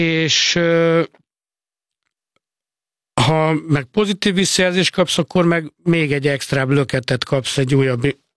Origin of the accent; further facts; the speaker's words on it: Hungary; nem is biztos, hogy tudják, hogy Magyarországról jöttem, mert ugyanaz a melegítő van rajtam